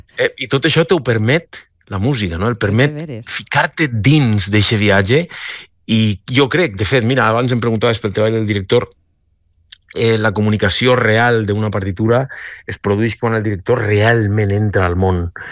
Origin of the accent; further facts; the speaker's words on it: Altea, Valencian Community, Spain; Jo soc nascut al TEA i soc al TEA